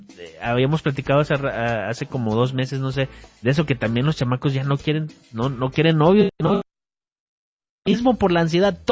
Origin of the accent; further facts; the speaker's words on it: Monterrey, Nuevo León, Mexico; moved away; yo nací y crecí en Monterrey, que es una ciudad enorme